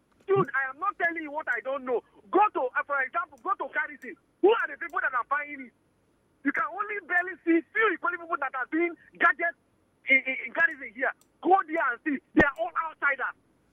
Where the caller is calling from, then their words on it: Rivers, Nigeria; Let me start with where I come from. As you speak, an average Ikwere boy